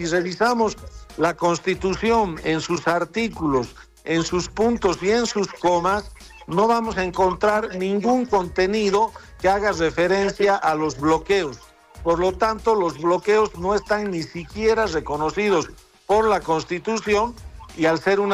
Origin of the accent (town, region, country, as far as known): Bolivia